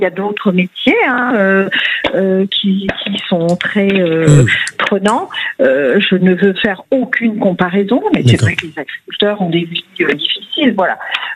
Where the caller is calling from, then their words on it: Beauville, Nouvelle-Aquitaine, France; Dans le Lot-et-Garonne